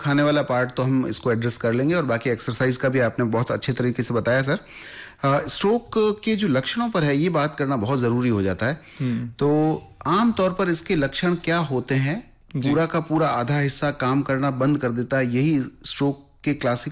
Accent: Rajasthan, India; जो खाना हमारा मारवाड़ का पारंपरिक खाना है

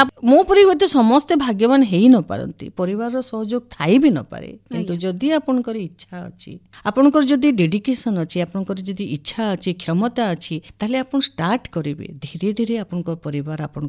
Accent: Sambalpur, Odisha, India; ଛୋଟ ଦିନୁ ମୁଁ ଏ ସମ୍ବଲପୁରରେ ବଢ଼ିଛି।

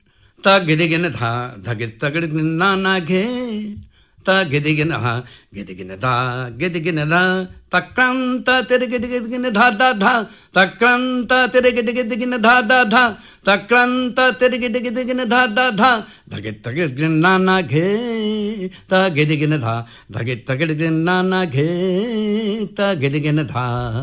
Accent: India; একজন ইন্ডিয়ান হিসাবে as a singer

